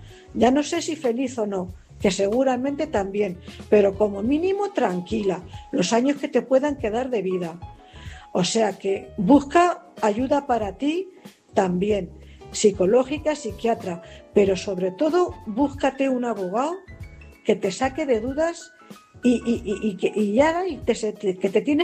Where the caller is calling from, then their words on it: Cuenca, Castilla-La Mancha, Spain; corresponsal de Cuenca.